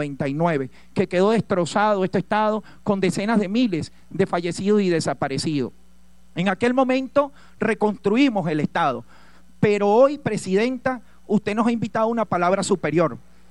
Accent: Venezuela; para poder nosotros unirnos como venezolanos y venezolanas, apartar las diferencias y juntos enrumbar este país en una misma dirección

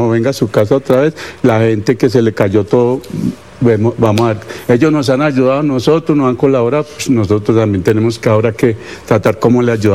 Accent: Colombia; todos tenemos que ser Colombia, que esto es Colombia, esto no es una región, somos colombianos todos

